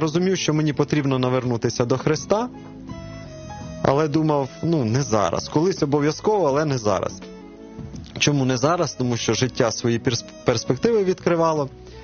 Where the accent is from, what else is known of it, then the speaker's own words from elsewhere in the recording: Kyiv Oblast, Ukraine; Народився я на Київщині. В нас було велике підприємство в селі, і тому розвинута інфраструктура, музична школа, спортивна школа, багато різних гуртків